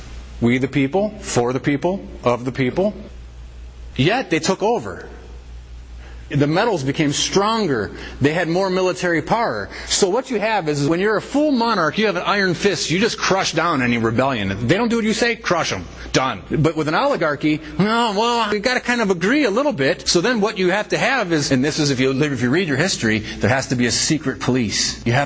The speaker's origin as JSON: {"language": "English", "country": "United States"}